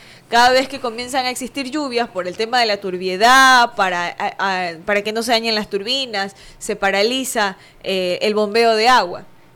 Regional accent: Manabí, Ecuador; now in Manta, Ecuador; yo hablo con conocimiento en Poza Honda, porque es mi tierra.

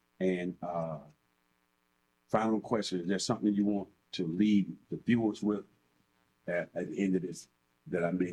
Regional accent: Birmingham, Alabama, United States; UAB, I was born in the University Hospital

